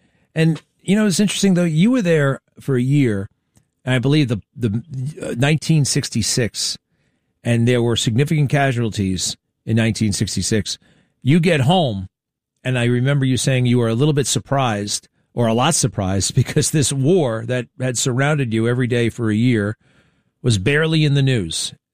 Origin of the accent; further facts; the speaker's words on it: Baldwin, United States; This is when we were growing up in Baldwin